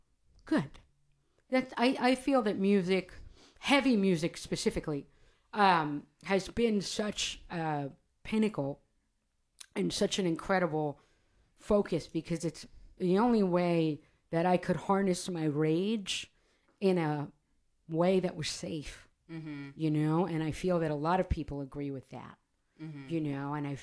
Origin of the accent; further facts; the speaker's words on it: New York City, New York, United States; moved away; cause I'm from New York City. I didn't drive till I was like 30 something, you know, and I'm 39 now